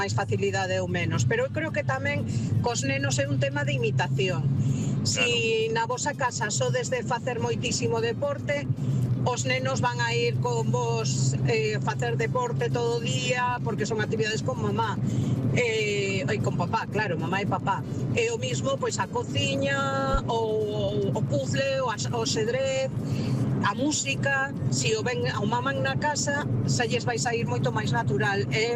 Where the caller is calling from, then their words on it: Santiago de Compostela, Galicia, Spain; de Santiago.